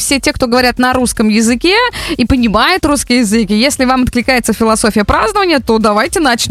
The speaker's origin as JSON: {"language": "Russian", "country": "Belarus", "said": "Но поскольку мы белорусы, мы точно знаем, как это отмечает вся страна, вся республика Беларусь."}